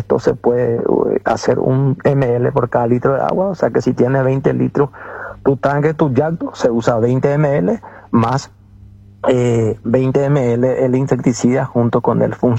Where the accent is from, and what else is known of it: Paraguay